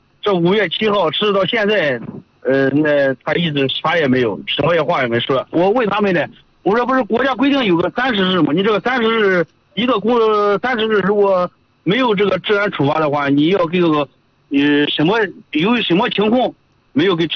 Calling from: Wenxi, Shanxi, China; 我是咱文喜的。

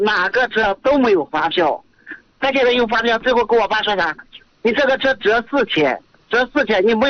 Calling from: Linyi, Shanxi, China; 我就临沂县的。

